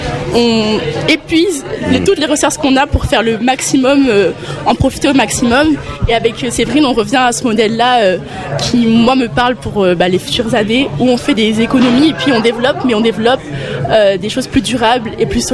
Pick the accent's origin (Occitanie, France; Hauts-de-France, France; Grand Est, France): Occitanie, France; Toulouse; je viens de Toulouse et j'ai 20 ans